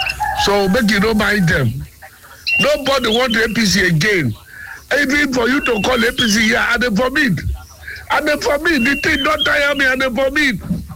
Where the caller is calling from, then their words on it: Okrika, Rivers, Nigeria; I'm calling from Okrika.